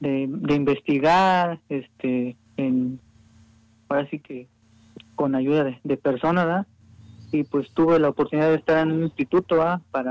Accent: Poza Rica, Veracruz, Mexico; also born or lived in Puebla; regresé otra vez a mi ciudad de origen, a Poza Rica

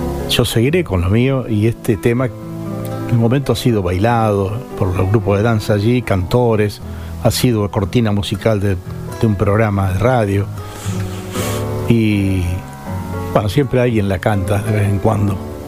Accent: Tres Arroyos, Buenos Aires Province, Argentina; now in Buenos Aires, Argentina

